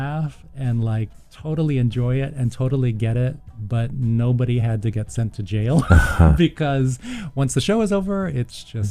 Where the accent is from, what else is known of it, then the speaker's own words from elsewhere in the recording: Hawaii, United States; I grew up in Hawaii, and that was already a place like where you were seeing a lot of like Asian traditions, puppetry, shadow puppetry from Indonesia.